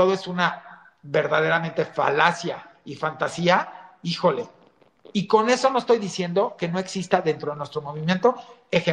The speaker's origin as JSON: {"language": "Spanish", "country": "Mexico", "said": "la mayoría de los mexicanos y mexicanas coincidimos"}